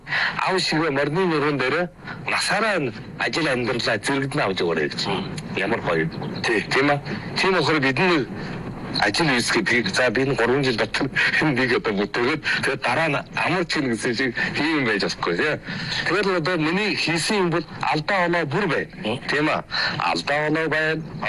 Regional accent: Hulunbuir, Inner Mongolia, China; манай сайхан нутаг Хүлэнбэрт

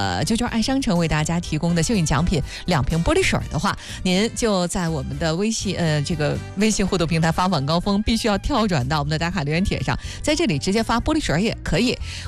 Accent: Qinhuangdao, Hebei, China; moved away; 因为我们老家呢那块的有名的特色菜品当中哈，就有荤锅。好多人都不知道，说这个荤锅，什么是荤锅呢？其实它主要指的就是秦皇岛的山海关区

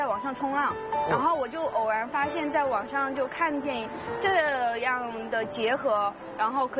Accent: Chongqing, China; also born or lived in Changshou, Chongqing; 我们是在重庆长大，然后每年会回老家在长寿，然后会在长寿的一个小村里面

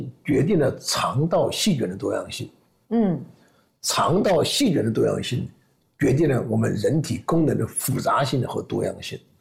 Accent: China; 我们中国人有意识吃点西方的产品

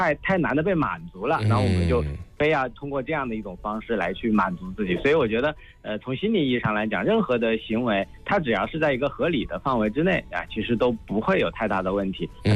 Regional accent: China

